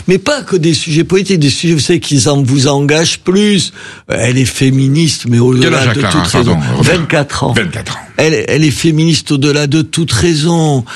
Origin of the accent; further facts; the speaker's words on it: south of France, France; alors peut-être que je suis du Midi, donc je m'emballe